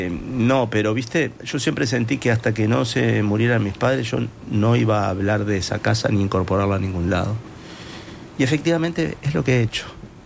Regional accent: Montevideo, Uruguay; Si bien no es la casa que nací, desde los 6 años viví en una casa en Sayago. Uh-huh. Para mí es como... No es el origen exacto, pero viví como hasta los 20 años.

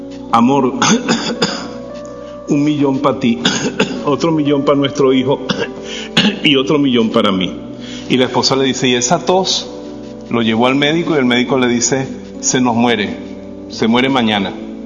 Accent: Venezuela; Yo soy de Venezuela. Estoy sustituyendo al padre por unos momentitos, pero no crean, no. Él sigue aquí. Yo ando de paso a Tierra Santa.

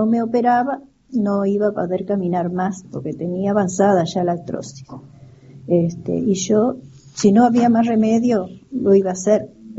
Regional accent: Pando, Canelones, Uruguay; Pando, sí, vengo de Pando, sí.

